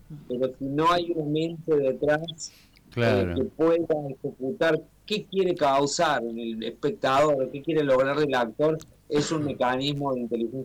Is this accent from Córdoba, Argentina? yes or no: yes; Villa del Rosario, Córdoba, Argentina; yo soy oriundo de Villa del Rosario, amo mi ciudad.